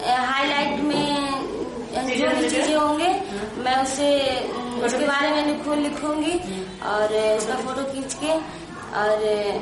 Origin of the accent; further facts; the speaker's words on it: Kumhari, Chhattisgarh, India; मैं कुम्हारी से आती हूँ।